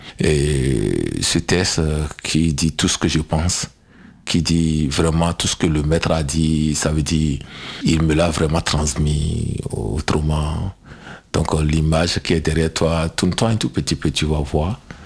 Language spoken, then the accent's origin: French; Benin; je me considère comme artiste béninois, après africain